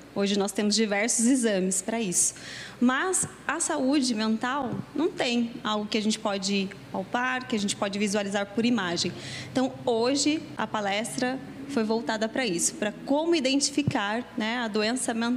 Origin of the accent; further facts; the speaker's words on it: Campinas, São Paulo, Brazil; Eu sou natural de Campinas.